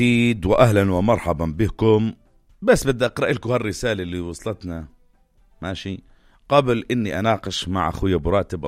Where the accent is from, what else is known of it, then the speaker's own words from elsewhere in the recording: Jordan; عنا بالأردن